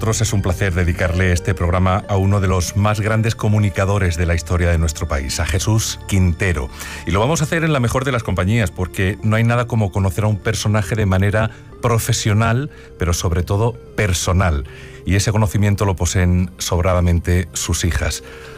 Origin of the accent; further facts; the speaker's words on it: Andalusia, Spain; como periodista que soy, como trabajador de esta casa de Radio Televisión Española y como andaluz.